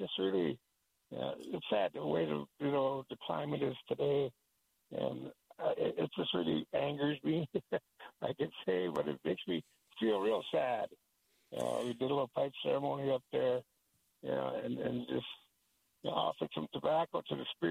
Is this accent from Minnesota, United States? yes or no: yes; Minnesota, United States; now in Duluth, United States; I live up in Duluth, Minnesota. I'm originally from the Rogers Reservation up in Minnesota